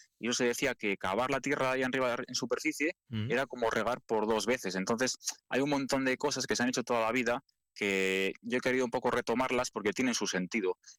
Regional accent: Villalcázar de Sirga, Castile and León, Spain; tengo 28 años y bueno, mi pueblo es Villalcázar de Sirga, que está en Tierra de Campos de Palencia.

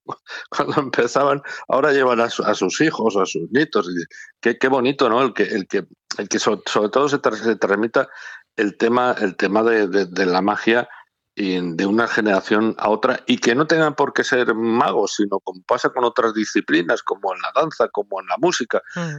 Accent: Peñaranda de Bracamonte, Castile and León, Spain; born there; zamorano soy de adopción y obviamente, como digo, ciudadano del mundo. Pero yo nací en Peñaranda de Bracamonte.

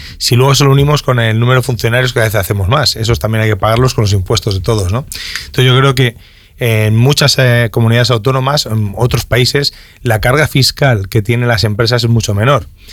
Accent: Palencia, Castile and León, Spain; now in Burgos, Spain; yo no soy natural de Burgos, soy de Palencia, tengo familia casi toda fuera de Burgos

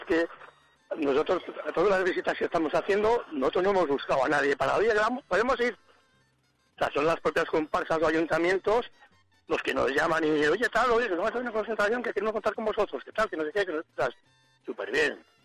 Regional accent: Soria, Castile and León, Spain

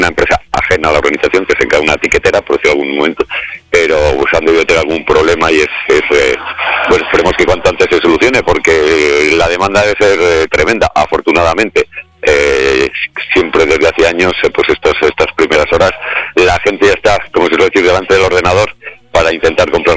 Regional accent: Castile and León, Spain; porque somos castellanos y leoneses.

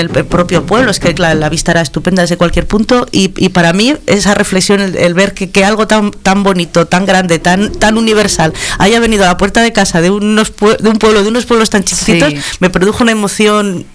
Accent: Castile and León, Spain; Vamos, que para los que somos de tierra de campos y vemos esa caída en picado de nuestros pueblos

